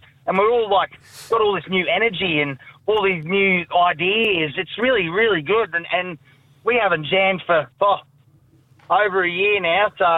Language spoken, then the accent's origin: English; Australia; We're bloody Australian down here, mate.